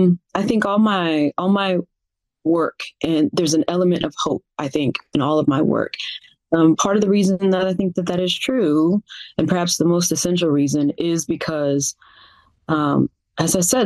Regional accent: Gulf Coast, United States; my hometown and this area along the Gulf Coast

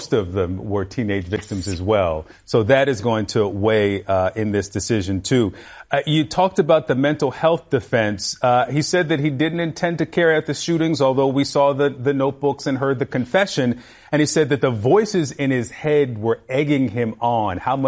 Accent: Baltimore, Maryland, United States; my hometown, Charm City, baby, Baltimore.

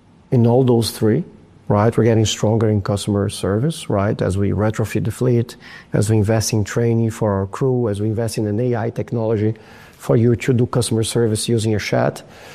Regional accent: Brazil; moved away; I come from Brazil, right?

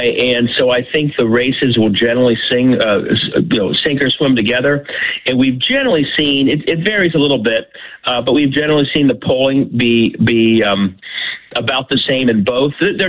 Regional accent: Ohio, United States; hey, you're from Ohio, you're from the Midwest. I'd say, I'm not from the Midwest, I'm from Ohio.

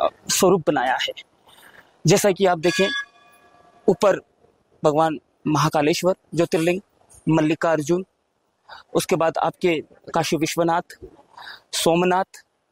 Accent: Madhya Pradesh, India; मैं मालवा क्षेत्र से आता हूँ, तो यहाँ पे अष्टमुखी भगवान पशुपतिनाथ विराजित हैं जो कि मंदसौर स्थित है।

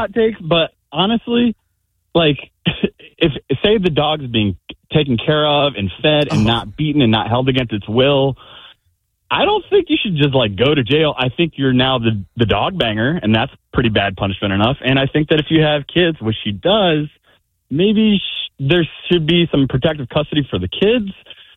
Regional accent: United States; I'm from Charlotte County.

